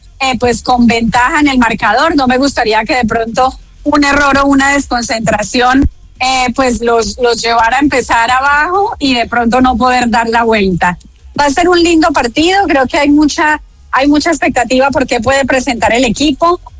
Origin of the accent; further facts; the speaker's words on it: Colombia; para nosotros como colombianos